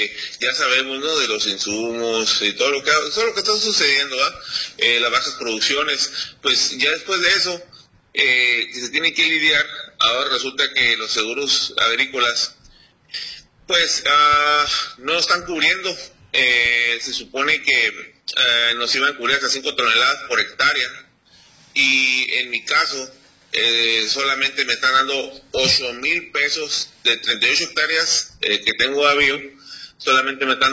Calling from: Lázaro Cárdenas, Baja California, Mexico; Aquí en Lázaro Cárdenas, Nacho.

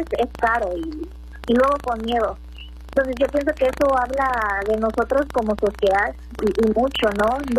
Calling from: Acapulco, Guerrero, Mexico; Yo soy de Acapulco.

